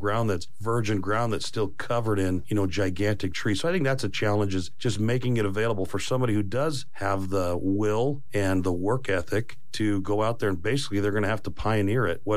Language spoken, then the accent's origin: English; Idaho, United States; moved away; Where I grew up in Idaho, we grazed on BLM ground, on state ground, on Forest Service